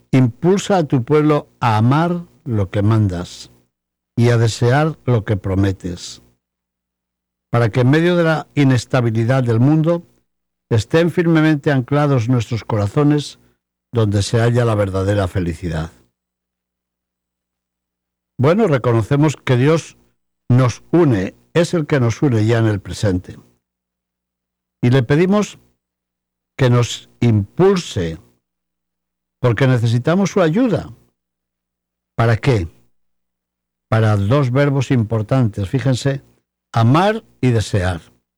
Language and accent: Spanish; Palazuelo de Órbigo, Castile and León, Spain; Yo recuerdo la llave de la casa donde me crié, en Palazuelo de Órbigo, era bastante grande.